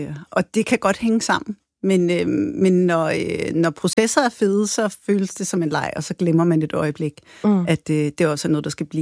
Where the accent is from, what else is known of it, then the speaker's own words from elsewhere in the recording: Capital Region of Denmark, Denmark; Jeg kommer fra Nordsjælland